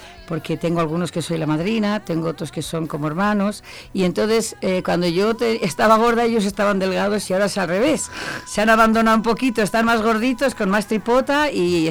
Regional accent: Zamora, Castile and León, Spain; a todos los sitios que voy digo que soy de Zamora.

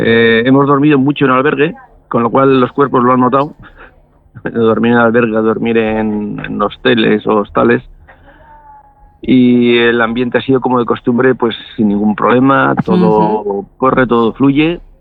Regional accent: Spain; nosotros somos españoles

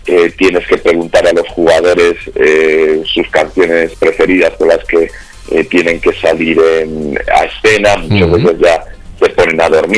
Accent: Palencia, Castile and León, Spain; yo nací en León, aunque me crié en Palencia

